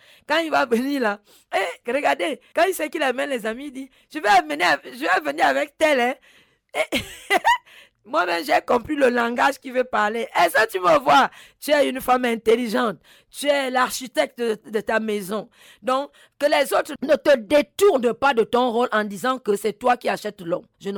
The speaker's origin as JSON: {"language": "French", "country": "Gabon", "moved": "yes", "said": "chez moi au Gabon"}